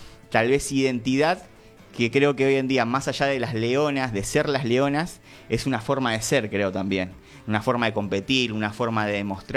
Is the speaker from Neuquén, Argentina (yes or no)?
no; San Fernando, Buenos Aires Province, Argentina; Yo soy de San Fernando